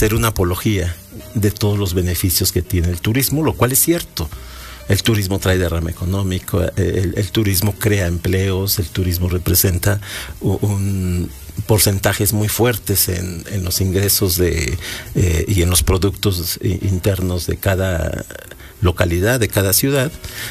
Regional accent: Puebla, Mexico

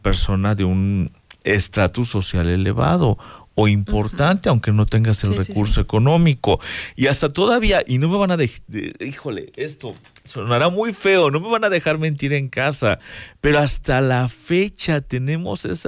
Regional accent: Mexico; algo pasa curioso con nosotros los mexicanos.

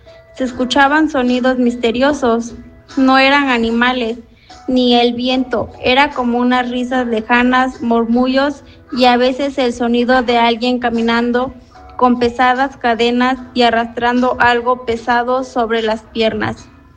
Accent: Mexico; soy originaria de Santa Cilia Clavijero, tengo 24 años

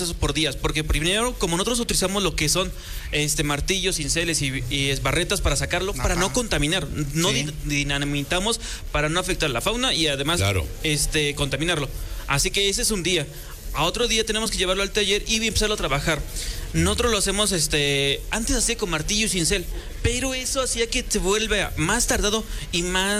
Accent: San Nicolás de los Ranchos, Puebla, Mexico; nosotros somos la cultura de las piedras, que somos originarios de San Nicolás de los Ranchos.

